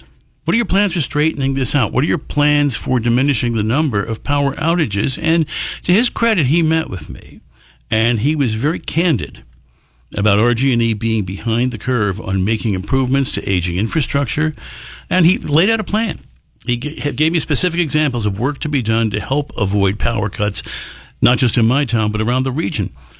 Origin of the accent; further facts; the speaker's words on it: New Jersey, United States; now in Rochester area, New York, United States; as a kid growing up in New Jersey